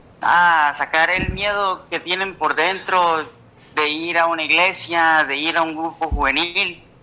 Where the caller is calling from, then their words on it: Villa del Rosario, Norte de Santander, Colombia; Yo vivo en Villa Rosario